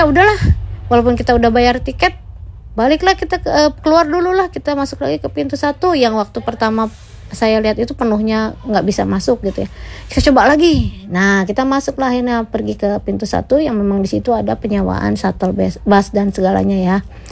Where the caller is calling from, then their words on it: Bogor, West Java, Indonesia; saya selama ini orang Bogor